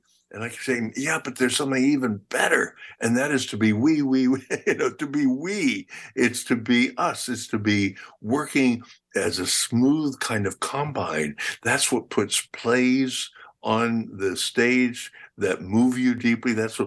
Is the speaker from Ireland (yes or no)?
no; United States; One of the things that I love about being an American and think we should be so proud of is that we tend to form teams.